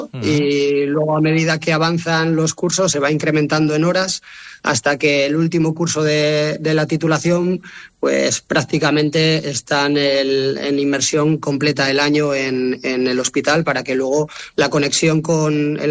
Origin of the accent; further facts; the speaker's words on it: Asturias, Spain; moved away as an adult; also born or lived in United States / Dominican Republic / Madrid; para mí es un sueño volver a Asturias